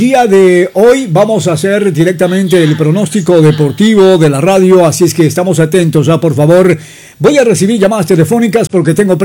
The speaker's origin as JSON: {"language": "Spanish", "country": "Ecuador", "said": "Yo creo que gana Ecuador definitivamente como ecuatoriano, ¿no?"}